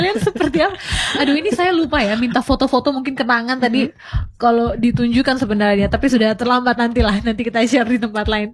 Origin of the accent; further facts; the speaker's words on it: Sumba, East Nusa Tenggara, Indonesia; Biasa kita anak Sumba begitu ya